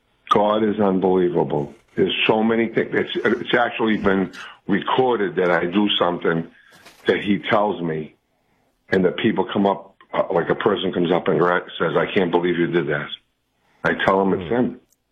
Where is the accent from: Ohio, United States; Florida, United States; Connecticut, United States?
Florida, United States; Pensacola; I'm from Pensacola, Florida.